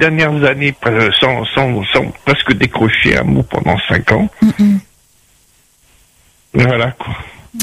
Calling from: Saint-Joseph, Réunion; Je suis sur Saint-Joux.

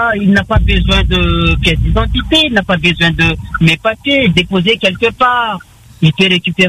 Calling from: Saint-Denis, Réunion; j'habite à Saint-Denis

